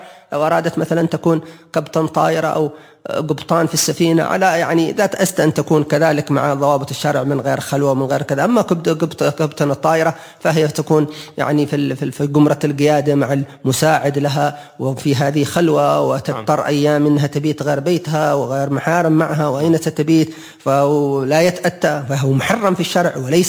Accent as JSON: {"language": "Arabic", "region": "Hadhramaut", "country": "Yemen", "said": "عندنا في حضرموت"}